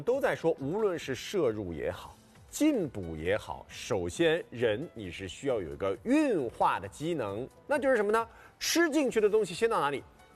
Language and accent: Chinese; Hangzhou, Zhejiang, China; moved away; 这就要说到胡庆余堂是我老家的产品